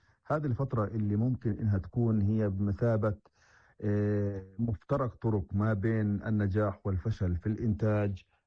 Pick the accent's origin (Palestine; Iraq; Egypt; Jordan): Palestine; عندنا في فلسطين